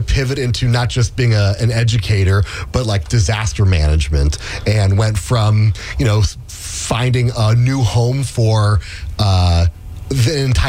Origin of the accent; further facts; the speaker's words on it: Sebastopol, California, United States; So I grew up in Sebastopol. I'm a local Sonoma County, born and raised.